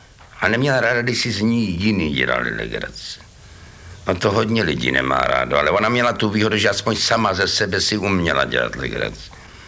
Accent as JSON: {"language": "Czech", "region": "Prague", "country": "Czechia", "tie": "born there", "said": "jsem se narodil na Smíchově"}